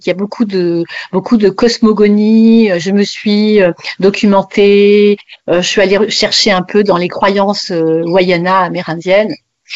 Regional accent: French Guiana; j'avais aussi beaucoup de choses à dire sur ce qui se passe chez moi en Guyane.

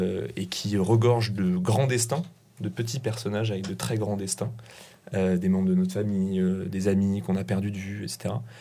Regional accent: Rennes, Brittany, France; Moi, je vais parler pour moi, mais je suis breton. Je suis de Rennes, mais j'ai des attaches dans le nord de la Bretagne.

